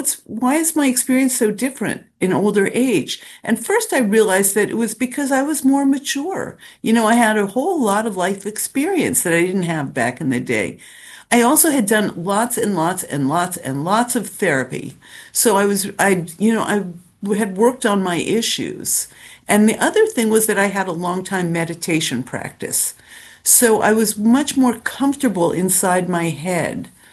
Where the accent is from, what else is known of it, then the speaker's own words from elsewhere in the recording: Washington, District of Columbia, United States; moved away as an adult; also born or lived in California; I guess it started in Washington, D.C. And I grew up in Washington in the 60s and 70s. I went to D.C. public schools, and I went to School Without Walls. That was my high school.